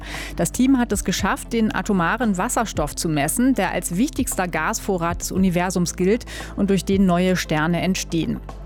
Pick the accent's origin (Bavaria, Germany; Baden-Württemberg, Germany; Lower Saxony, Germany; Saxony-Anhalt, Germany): Lower Saxony, Germany; Nordenham; Nee, ich bin aus Nordenham.